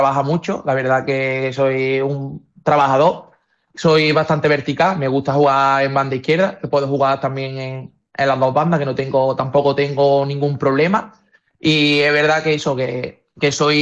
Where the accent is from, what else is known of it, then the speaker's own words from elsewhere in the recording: Córdoba, Andalusia, Spain; moved away as an adult; also born or lived in Rota; yo nací en Rota, pero que mi familia, mis amigos, todo el mundo es de Córdoba y vamos, que soy cordobés.